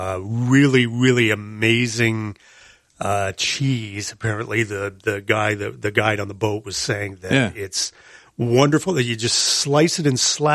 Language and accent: English; Canada; I grew up on the St. Lawrence River.